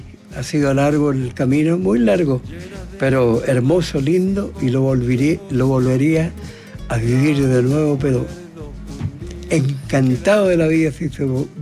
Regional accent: Curacaví, Santiago Metropolitan Region, Chile; born there; yo nací allá en Curacaví. En Curacaví para un 18 de septiembre.

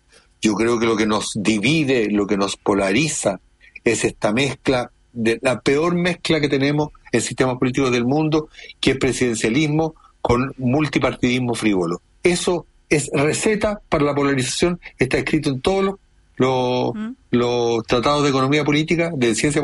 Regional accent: Chile; por la farra enorme que nos pegamos como chilenos con las dos convenciones

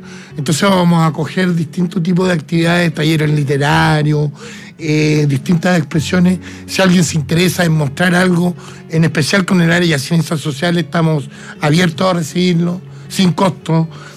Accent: southern Chile, Chile; Es que yo soy bien chileno, a mí me gustan los porotos.

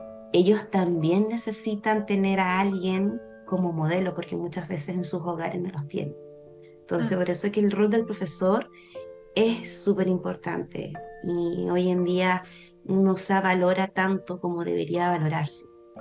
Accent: Santiago, Santiago Metropolitan Region, Chile; moved away as an adult; now in Chillán, Chile; Me vine a Chillán a estudiar porque soy de allá de Santiago. Me vine acá a la Universidad Adventista, bien que es una universidad confesional que está relacionada con la fe que yo profeso. Y ya llevo 15 años

